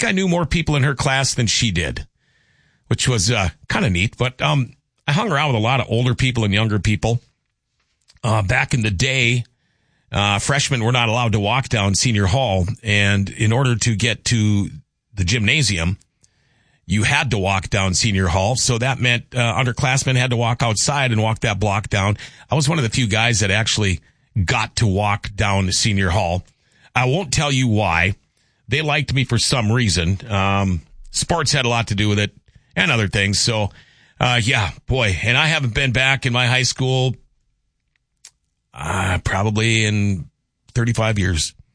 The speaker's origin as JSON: {"language": "English", "town": "Crookston", "region": "Minnesota", "country": "United States", "tie": "born or raised there", "said": "I have done more reminiscing about back in the day growing up in Crookston, Thief River Falls, Gently."}